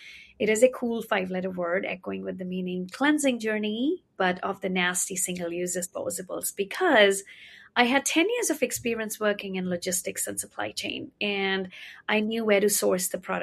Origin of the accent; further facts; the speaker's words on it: India; moved away as an adult; 20 years ago, I was in India, which meant I was born in India and I lived in India all my life. And growing up in India